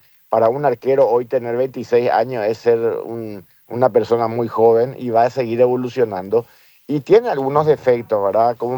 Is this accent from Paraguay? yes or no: yes; Paraguay